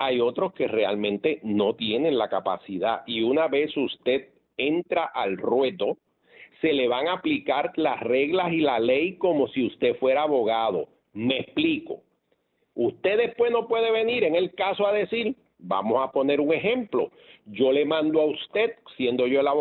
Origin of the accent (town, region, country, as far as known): Puerto Rico